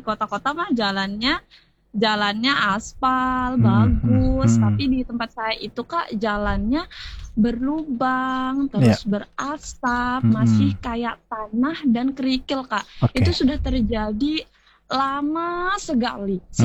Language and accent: Indonesian; Pulang Pisau, Central Kalimantan, Indonesia; now in Palangkaraya, Indonesia; Nah, saya stay di Palangkaraya, tapi kebetulan saya itu asalnya dari daerah Kabupaten Pulang Pisau, Kak, tepatnya di Kecamatan Sumbangakuala.